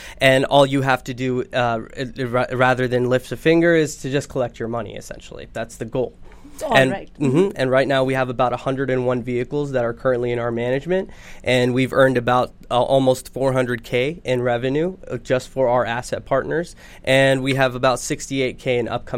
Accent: Dallas, Texas, United States; I'm born and raised in Dallas, Texas.

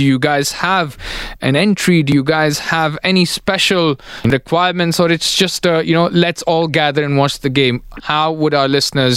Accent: India; And I come from India, where cricket is seen as a religion

